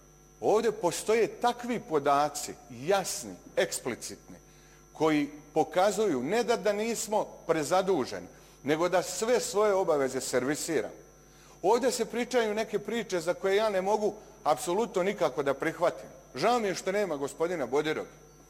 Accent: Šamac, Republika Srpska, Bosnia & Herzegovina; Ja sam iz Šamca.

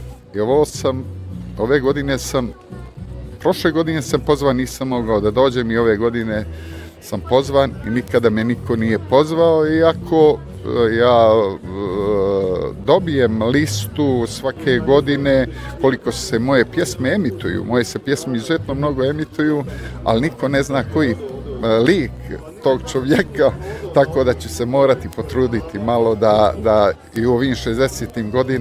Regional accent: Bijelo Polje, Montenegro; now in Sweden; a stigao sam iz Švedske. Inače sam porijeklom iz Bijelog polja. U Švedskoj živim skoro 35-6 godina

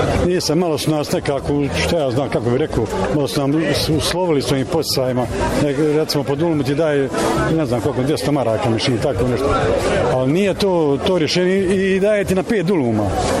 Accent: Podhum, Bosnia & Herzegovina; ja sam iz Podhuma, selo Podhuma.

